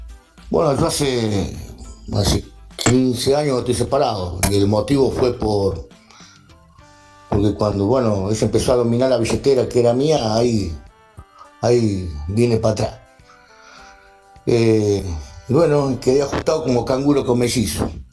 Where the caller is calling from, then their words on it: Cañada de Gómez, Santa Fe, Argentina; de Caña Gómez.